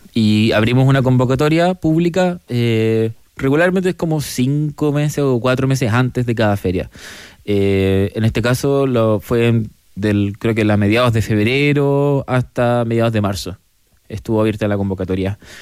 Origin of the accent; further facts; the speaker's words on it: Santiago, Santiago Metropolitan Region, Chile; A nosotros, como los santiaguinos